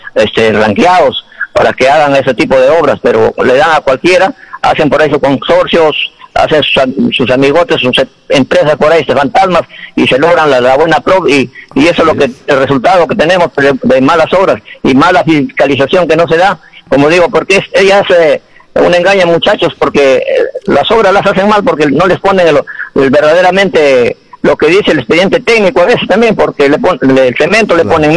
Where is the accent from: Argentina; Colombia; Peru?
Peru